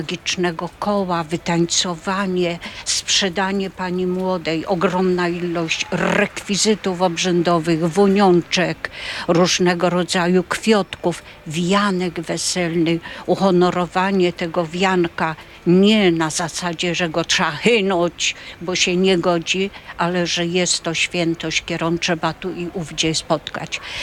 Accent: Carpathians, Poland; teraz już jako badacz, jako nie tylko góralka, ale jako badacz obrzędowości, zresztą całej karpackiej.

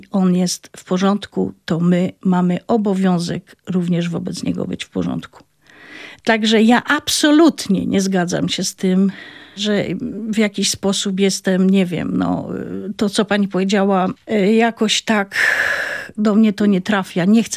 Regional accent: Silesian Voivodeship, Poland; born there; accent: Silesian; first language Silesian; Polish is a second language; Ja się urodziłam w rodzinie śląskiej.

